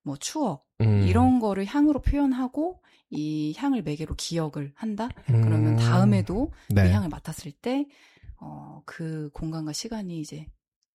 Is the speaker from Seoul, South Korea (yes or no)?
no; Jeonju, North Jeolla, South Korea; 제가 전주 토박이거든요.